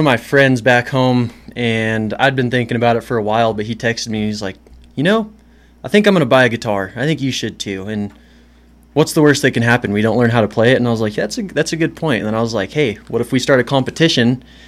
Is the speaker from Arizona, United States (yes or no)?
yes; Chino Valley, Arizona, United States; I'm from Chino Valley, Arizona, and I'm related to more people than you could count, probably.